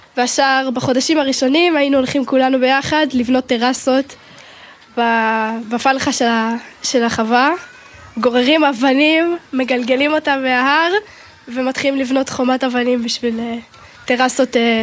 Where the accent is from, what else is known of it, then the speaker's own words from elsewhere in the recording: Jerusalem, Jerusalem District, Israel; בת 18, אני מירושלים, עין כרם.